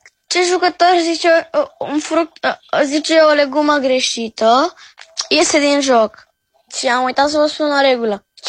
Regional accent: Romania; din România și aș vrea să vă spun un joc.

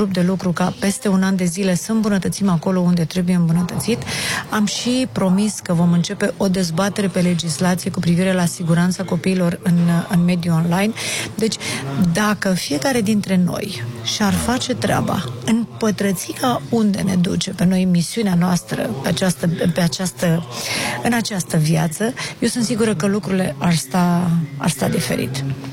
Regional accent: Moldavia, Romania; born there; moved away; eu sunt din Moldova

